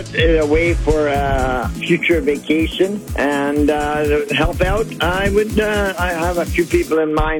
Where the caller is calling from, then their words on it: Abbotsford, British Columbia, Canada; I'm calling from Abbotsford.